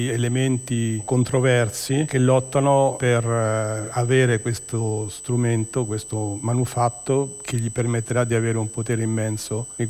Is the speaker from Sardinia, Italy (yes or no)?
no; Milan, Lombardy, Italy; Vengo da Milano